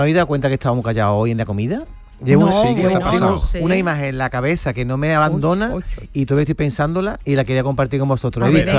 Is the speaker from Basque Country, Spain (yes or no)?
no; Gelves, Andalusia, Spain; born there; voy yo a ese pueblo, que es Gelves, donde yo nací